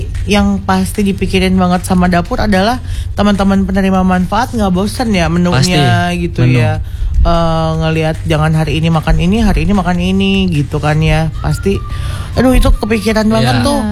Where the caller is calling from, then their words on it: Sukajawa, Indonesia; Kebetulan aku warga Sukajawa nih